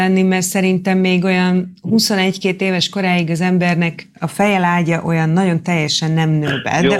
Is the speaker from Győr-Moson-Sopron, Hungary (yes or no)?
no; Szabolcs-Szatmár-Bereg, Hungary; én de Szabolcs megyében nőttem föl, úgyhogy vannak bizonyos szakmailag nem megengedhető népszokásaim.